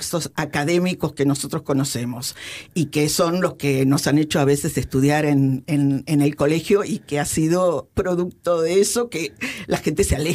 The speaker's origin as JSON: {"language": "Spanish", "country": "Argentina", "also_born_or_lived": "Spain", "said": "Es que soy argentina-española y bueno, se me mezclan un poco los decires de un lado y del otro."}